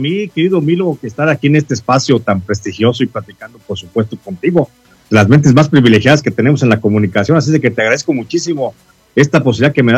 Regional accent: La Piedad, Michoacán, Mexico; also born or lived in Moroleón, Guanajuato; todo el mundo me ubica como de Michoacán, o sea, crecí en Michoacán, pero realmente donde dejé el ombligo enterrado fue justamente allá en Guanajuato. Entonces, soy de Guanajuato porque ahí nací, pero vivo prácticamente en Michoacán, y ahí crecí.

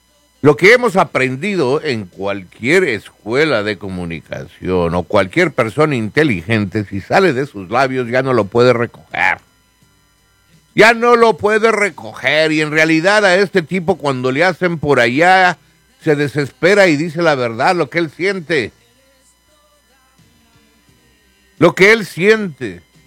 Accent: United States; en esta nación, ¿no? El consejo es que somos estadounidenses.

